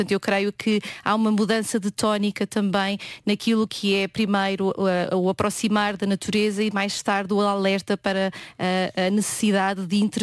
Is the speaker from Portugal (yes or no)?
yes; Trás-os-Montes, Portugal; born there; Eu nasci em Trás-os-Montes e, portanto, não muito próxima do mar